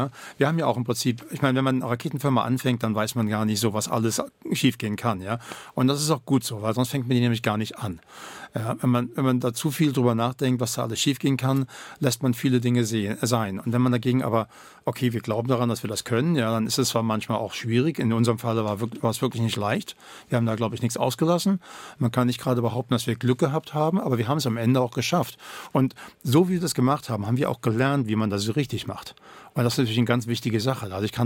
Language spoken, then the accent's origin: German; Germany; accent: German; Genau, ich hätte das nicht verbunden, weil ich habe ja einen deutschen Akzent, das kommt mir nicht in den Kopf, nicht?